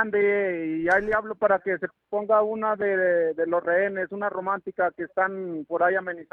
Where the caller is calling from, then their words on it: Rancho Nuevo, Zacatecas, Mexico; acá de Rancho Nuevo